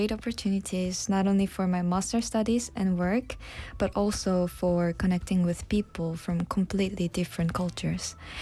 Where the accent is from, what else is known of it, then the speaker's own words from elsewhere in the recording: Busan, South Korea; English is a second language; It also made me see my hometown Busan more objectively. What is interesting is that now I feel even more proud of where I come from when I introduce Busan to someone who doesn't know much about it.